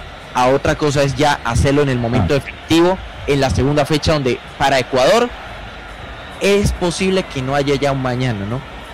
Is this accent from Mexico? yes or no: no; Colombia; Pero yo, como ecuatoriano, si lo fuera, o en ese momento, claro, como colombiano, como periodista